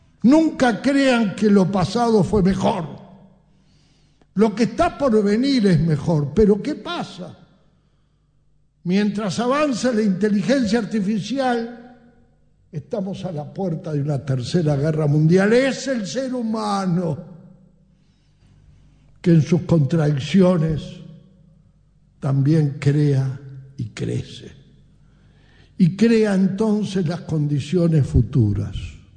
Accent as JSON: {"language": "Spanish", "country": "Uruguay", "said": "nosotros somos tan uruguayos que somos los que más criticamos a nuestro sistema."}